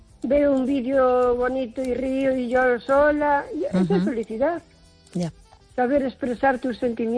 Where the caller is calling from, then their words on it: O Carballiño, Galicia, Spain; de Carballiño.